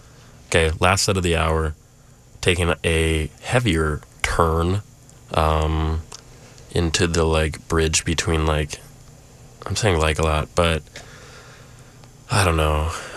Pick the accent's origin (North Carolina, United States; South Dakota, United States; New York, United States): South Dakota, United States; And I said I was from South Dakota.